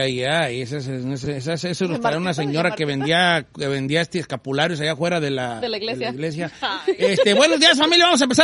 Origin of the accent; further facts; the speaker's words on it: Mexico; todos venimos de México